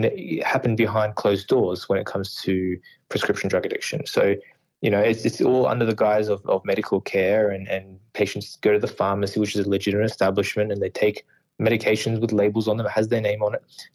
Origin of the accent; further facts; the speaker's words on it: Sydney, New South Wales, Australia; I mean, I'm from Sydney, and I can't get from my home to the city without paying some sort of toll